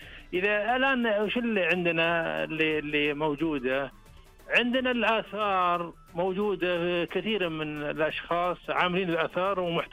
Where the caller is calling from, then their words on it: Saudi Arabia; مناطق بلادنا منتشرة وشاسعة وفيها الشيء الكثير من الصناعات، وما زالت الان نفتخر بها ان كسعوديين